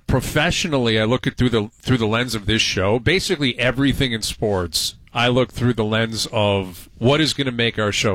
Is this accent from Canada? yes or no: yes; Toronto, Ontario, Canada; because growing up in Toronto, you know, obviously the Leafs and the Habs, there was always such a big rivalry.